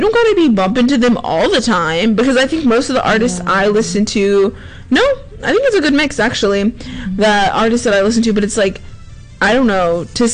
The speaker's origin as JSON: {"language": "English", "country": "Israel", "said": "I agree and I'm from Israel."}